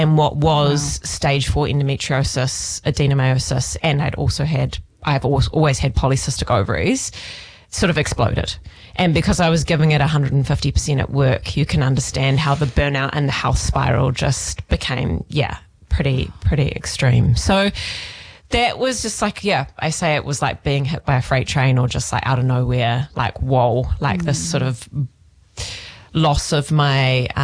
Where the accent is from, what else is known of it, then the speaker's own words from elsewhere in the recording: Auckland, New Zealand; now in Taranaki, New Zealand; I am not Taranaki born and bred. I am actually from Auckland originally.